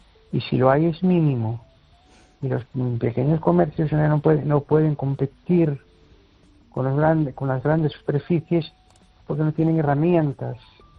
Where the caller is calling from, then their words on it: Amoeiro, Galicia, Spain; de Un Pueblo de Amoiro